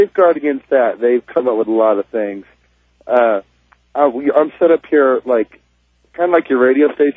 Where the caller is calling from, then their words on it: Colorado Springs, Colorado, United States; I'm in Colorado Springs, Colorado.